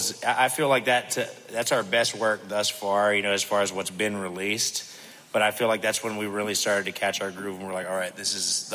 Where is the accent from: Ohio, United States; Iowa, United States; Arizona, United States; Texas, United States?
Texas, United States; now in Austin, United States; I'm from South Texas, and we're based out of Austin now.